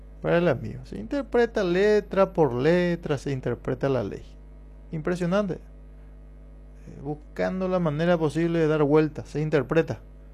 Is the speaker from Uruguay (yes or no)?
no; Paraguay; como paraguayos que somos